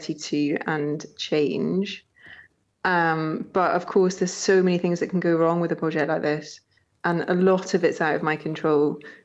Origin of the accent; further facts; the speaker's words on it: Scotland, United Kingdom; And doing something like this for me was also about being Scottish and showing how hardy we are.